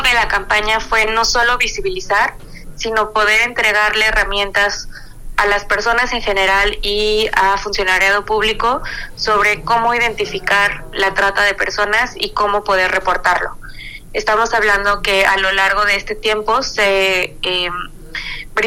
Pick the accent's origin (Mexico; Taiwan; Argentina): Mexico